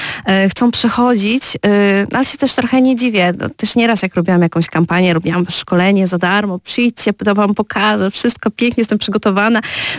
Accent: Kędzierzyn-Koźle, Opole Voivodeship, Poland; Kędzierzyn-Koźle to jest moje miasto, w którym się urodziłam, w którym tak naprawdę cały czas działam.

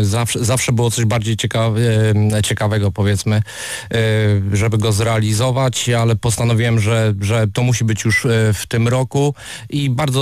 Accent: Brzeg, Opole Voivodeship, Poland; schronisko w moim rodzinnym brzegu

